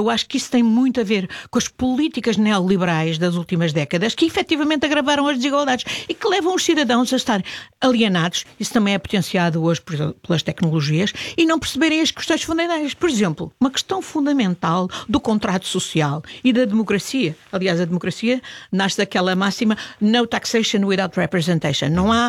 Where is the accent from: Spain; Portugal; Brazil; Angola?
Portugal; nós temos qualidades como portugueses e temos um país lindíssimo